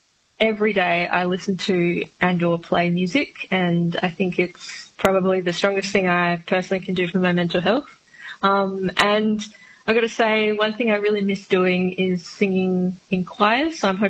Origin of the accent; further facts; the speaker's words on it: Albany, Western Australia, Australia; So I grew up in the Porongrops down near Albany, and I started getting guitar lessons at 8.